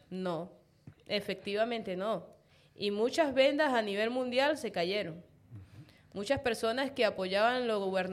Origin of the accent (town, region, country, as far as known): Venezuela; now in Argentina